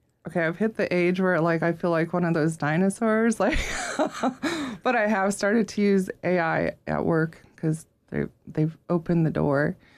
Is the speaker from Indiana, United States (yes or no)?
no; Haines, Alaska, United States; Well, I'm originally from Haynes. I was born here at the clinic. And so I went through the school here, obviously.